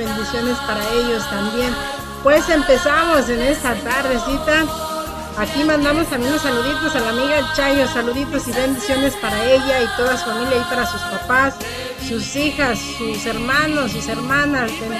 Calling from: Villa de Cos, Zacatecas, Mexico; Buenas tardes, ya llegué y estoy aquí desde Villa de Cos, Zacatecas.

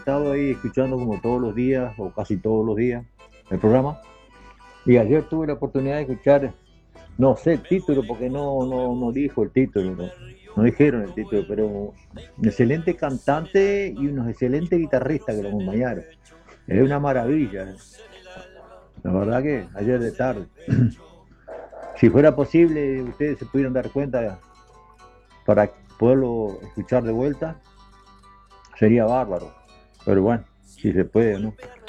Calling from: Canelones, Uruguay; de Canelones.

